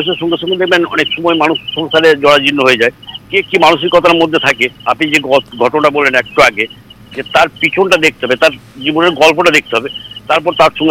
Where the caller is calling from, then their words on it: Purba Bardhaman, West Bengal, India; আমি ওয়েস্ট বেঙ্গল পূর্ব বর্ধমান থেকে